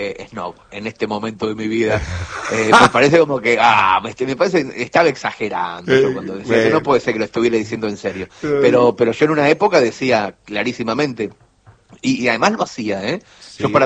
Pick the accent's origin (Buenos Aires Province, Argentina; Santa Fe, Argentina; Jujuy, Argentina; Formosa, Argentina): Buenos Aires Province, Argentina; Mercedes; moved away as an adult; now in Barcelona, Spain; yo volví de Barcelona a Mercedes para leer cuentos en mi ciudad natal